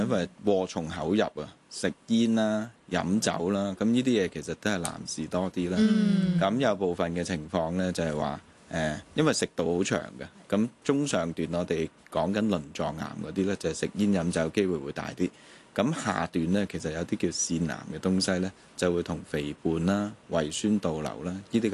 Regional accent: China; 但我哋中國人其實好多時候你飲落去都冇65度啦

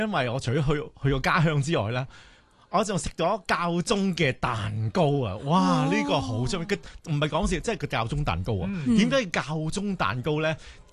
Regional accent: Hong Kong

